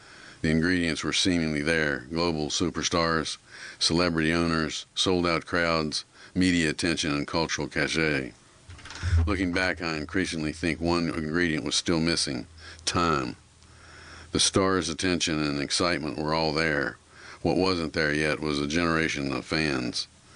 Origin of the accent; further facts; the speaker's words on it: Long Island, Nassau County, New York, United States; As a kid growing up on Long Island